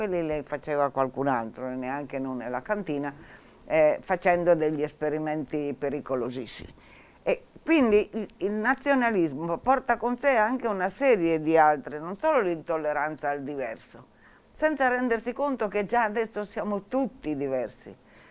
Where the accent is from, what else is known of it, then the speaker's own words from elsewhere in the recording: Bra, Piedmont, Italy; io sono di Brache, o meglio di una frazione